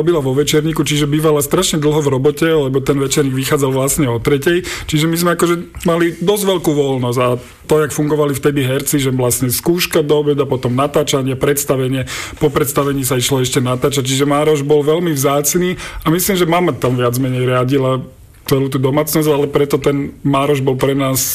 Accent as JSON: {"language": "Slovak", "town": "Bratislava", "region": "Bratislava Region", "country": "Slovakia", "tie": "born or raised there", "said": "vyrastali sme vlastne pri Pinkáči a vlastne všetky tie ulice, my sme boli na Gunduličovej"}